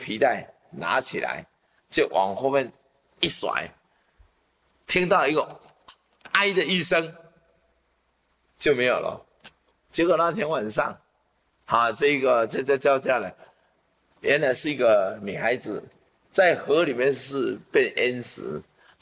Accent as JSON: {"language": "Chinese", "country": "Taiwan", "tie": "born there", "said": "我家乡呢。我们的唐山过台湾"}